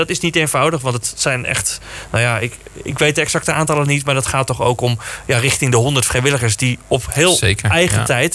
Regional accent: Dordrecht, South Holland, Netherlands; Ik ben geboren en getogen in Dordrecht. Ik vind het hartstikke leuk om in mijn eigen geboortegrond en omgeving nieuws te maken. Mijn opa en oma hebben hier in Papendrecht gewoond.

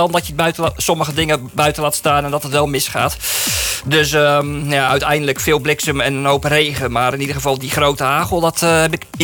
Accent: South Holland, Netherlands; Onder andere ook over waar ik vandaan kom. Bij het dorp naast Papendrecht.

